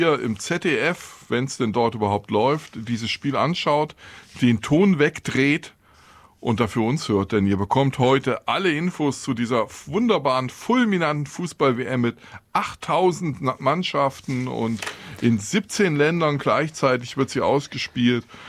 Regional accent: Germany; wir als Deutsche, wenn man das denn noch sagen darf

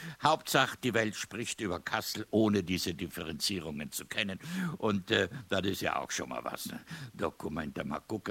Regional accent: Trentino-Alto Adige, Italy; now in Rhineland, Germany; das sind wir Südtiroler, auch nicht weit weg davon. Also hier bin ich seit 59 Jahren, also nicht hier direkt, sondern im Rheinland, und gelte als Rheinländer.

